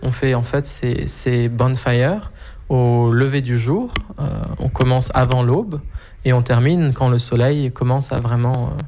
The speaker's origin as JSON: {"language": "French", "town": "Auroville", "region": "Tamil Nadu", "country": "India", "tie": "born or raised there", "said": "Je suis pas né ici parce que je suis né à Jaima, qui est une autre communauté d'Auroville, et puis j'ai vécu mon enfance à Dana, qui est encore une autre communauté. Et ma mère s'est installée ici à Grace il y a un peu moins de 10 ans"}